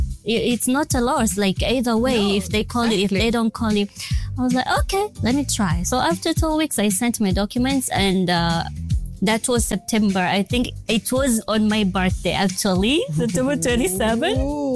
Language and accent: English; Kenya; now in Qatar; So I came directly from Kenya to Qatar. So it's like Qatar gave me the first experience of being out of the country, actually.